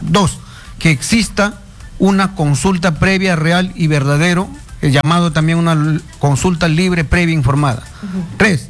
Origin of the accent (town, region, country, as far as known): Peru